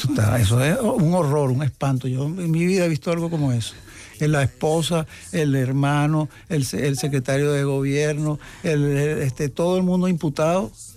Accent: Caracas, Capital District, Venezuela; now in Madrid, Spain; Vivir fuera del país obligado es un horror. Lo que pasa es que yo vivo en Madrid. Para mí Madrid es la mejor calidad de vida del mundo después de Caracas. Mi Caracas

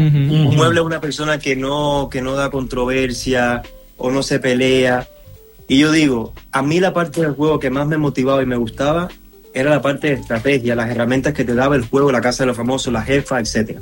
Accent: Spain; moved away as an adult; now in United States; Yo, la razón principal por que me fui de España, porque, bueno, estábamos bastante bien allá, nos sentíamos contentos con mi familia

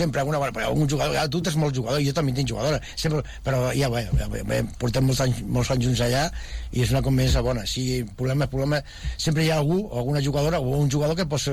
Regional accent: Terrassa, Catalonia, Spain; also born or lived in Sabadell; Aunque soc fill de Terrassa

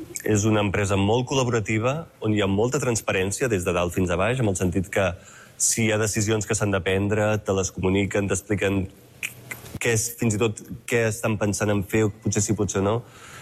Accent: Barcelona, Catalonia, Spain; moved away as an adult; also born or lived in New York; a Barcelona, que és d'on soc jo

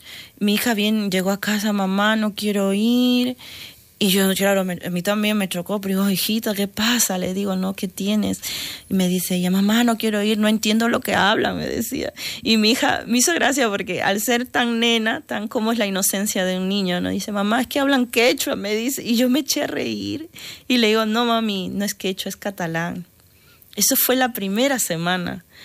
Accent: Paraguay; Mira, yo soy me acuerdo bien claro, Paraguay, uno de Ecuador y la otra también creo que era de Ecuador. Éramos tres, cuatro latinos y el resto eran de aquí, ¿no?

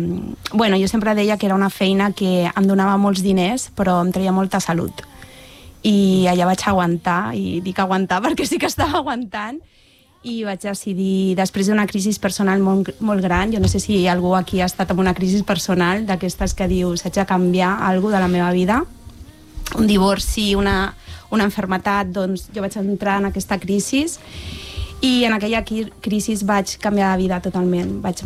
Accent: Barcelona, Catalonia, Spain; Sí, sóc de Barcelona.

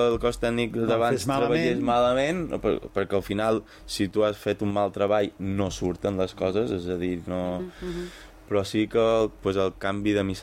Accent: Mallorca, Balearic Islands, Spain; accent: Mallorquí; Jo a vegades en som meu mallorquí, que diguéssim, quan m'enfado ningú sap quin idioma parlo.

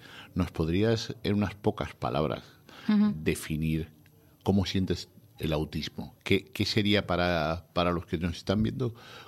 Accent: Bilbao, Basque Country, Spain; unos años me crié en Bilbao.

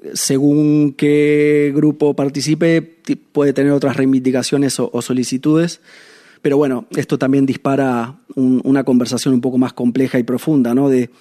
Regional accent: Argentina

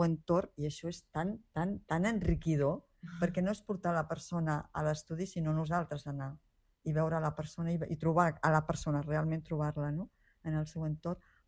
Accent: Colombia; yo estoy incluida también en el grupo de los argentinos, sí, pero yo soy colombiana, sí, sí, entonces sí, como ando con ellos

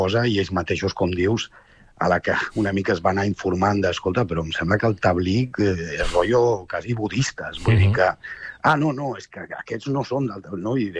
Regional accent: Ripoll, Catalonia, Spain; els que som de, no? Pues de Ripoll o del Ripollès o els que som catalans, no? O sigui, al final, i més jo que sóc d'origen àrab

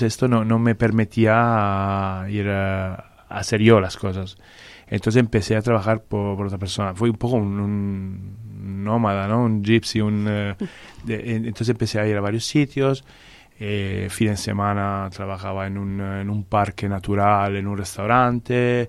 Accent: Cafasse, Piedmont, Italy; Spanish is a second language; por la zona de alrededor de mi pueblo, Cafasse

